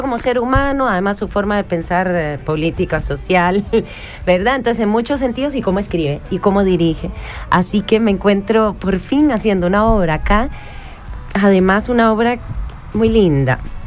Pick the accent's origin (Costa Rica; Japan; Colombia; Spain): Costa Rica; accent: Costa Rican; moved away as an adult; now in Argentina; Entonces hablo como costarricense, pero creo que tengo alguna forma de expresión también bastante argentina